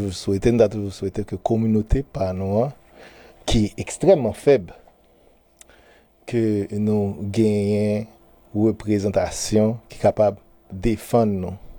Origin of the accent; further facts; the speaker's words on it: Haiti; capable de gagner une image qui est beaucoup plus positive, qui beaucoup une image positive comparativement à l'image que y a bah nous là. Une image de marginalisation, une image côté que nous-mêmes, en tant que peuple, en tant que communauté